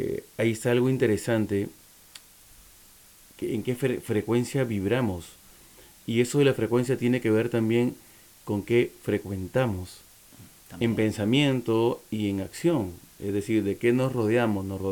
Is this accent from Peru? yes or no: yes; Peru